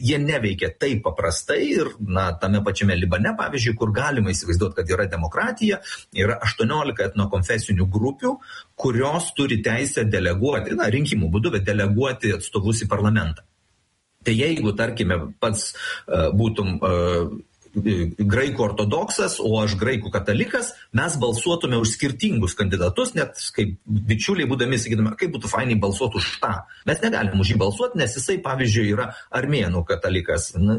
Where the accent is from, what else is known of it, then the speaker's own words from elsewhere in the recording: Pakruojis, Šiauliai County, Lithuania; Ar iš kur aš kilęs, aš iš Pakruojo